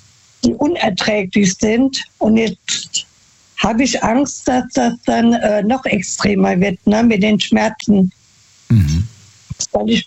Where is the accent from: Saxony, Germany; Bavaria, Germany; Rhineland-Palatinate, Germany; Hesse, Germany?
Hesse, Germany; Alsbach; Aus Alsbach.